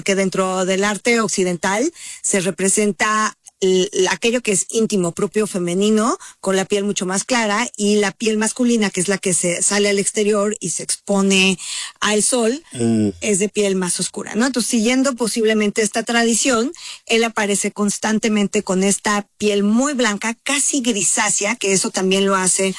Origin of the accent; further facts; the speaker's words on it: Mexico; sobre todo si somos mexicanos